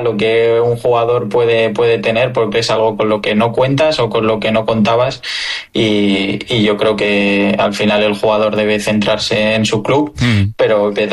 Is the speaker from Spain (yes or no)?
yes; Spain; Ya no solo como como aficionado, sino también, claro, como español.